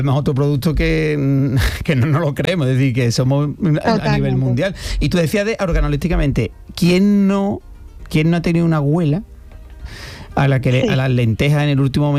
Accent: Andalusia, Spain; born there; Yo me acuerdo de chico que yo tenía mi abuelo en el condado.

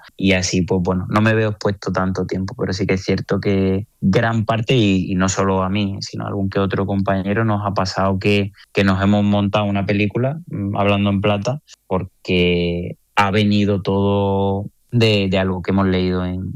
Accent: Spain; moved away as an adult; now in United Arab Emirates; Como españoles, nosotros nos hemos criado desde bien pequeñitos con un modelo en los coles de educación física muy bueno

